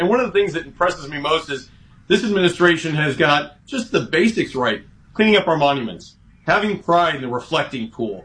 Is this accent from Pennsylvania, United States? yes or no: no; Iowa, United States; fertilizer, important to my home state of Iowa, can move forward